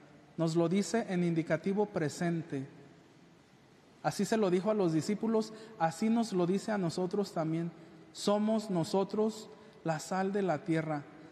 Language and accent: Spanish; Jalpa, Mexico; moved away; Yo salí de Jalpa el 2001 y no recuerdo si en ese entonces pues mi fe se volvió insípida, porque los últimos años que estuve aquí a lo mejor no venía a las cosas de la iglesia.